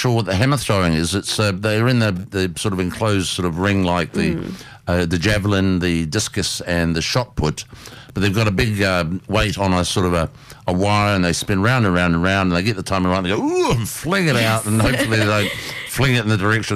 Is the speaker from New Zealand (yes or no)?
yes; New Zealand; I'm sort of more of a rugby man growing up in New Zealand, but I did play one season of soccer